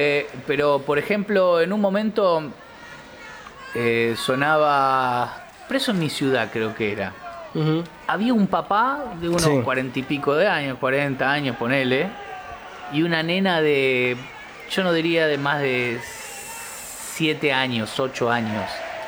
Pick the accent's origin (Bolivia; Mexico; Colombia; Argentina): Argentina; es parte de nuestra esencia como argentinos